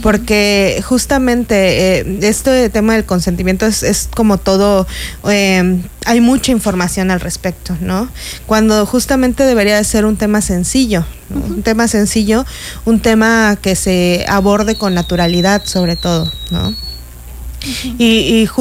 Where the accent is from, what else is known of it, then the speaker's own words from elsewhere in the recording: Mexico; como los mexicanos somos como tan apapachadores, tan, tan cálidos